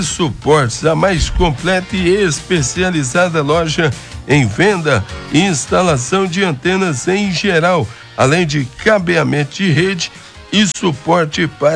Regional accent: Morrinhos, Goiás, Brazil; Sou de Morrinhos.

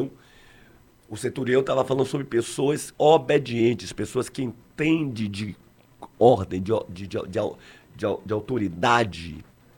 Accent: Salvador, Bahia, Brazil; nosso irmão pergunta aqui se eu sou de Salvador, sou de Salvador, mas estou pastoreando a Igreja Assembleia de Deus ali em Arembepe. Beleza? Na região de Camaçari.

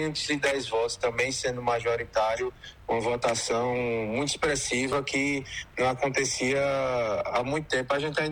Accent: Petrolândia, Pernambuco, Brazil; ser o primeiro filho natural, nascido e criado em Petrolândia

